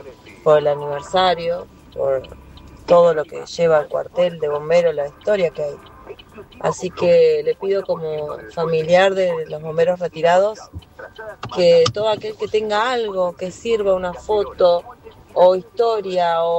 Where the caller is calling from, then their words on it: Cipolletti, Río Negro, Argentina; de Cipolletti.